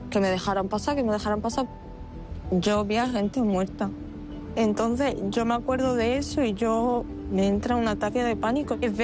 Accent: Ceuta, Spain; soy ceutí y siento ansiedad.

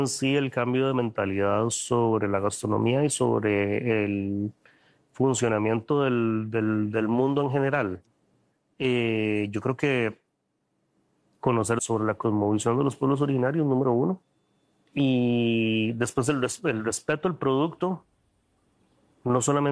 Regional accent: Costa Rica; en mi cabeza ni como cocinero ni como costarricense que existían.

